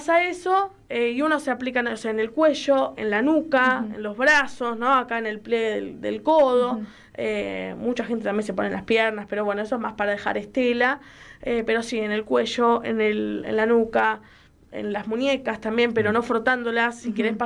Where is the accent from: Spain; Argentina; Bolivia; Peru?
Argentina; Quilmes, Buenos Aires Province; yo soy de Quilmes